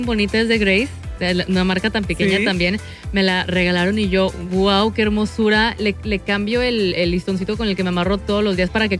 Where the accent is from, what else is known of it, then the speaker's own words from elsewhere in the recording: Mexico; yo como mexicana y amante de lo vintage tengo una responsabilidad